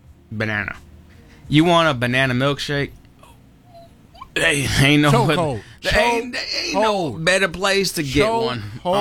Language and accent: English; Waukegan, Illinois, United States; I'm from the northern region of Illinois. I'm from Waukegan.